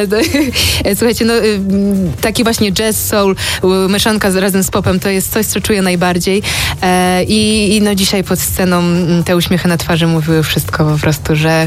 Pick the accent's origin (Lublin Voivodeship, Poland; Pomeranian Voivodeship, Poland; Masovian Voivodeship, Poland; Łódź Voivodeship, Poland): Pomeranian Voivodeship, Poland; Gdańsk; mam rodziców w Gdańsku, dom rodziny w Gdańsku, więc tak, jako gdańszczanka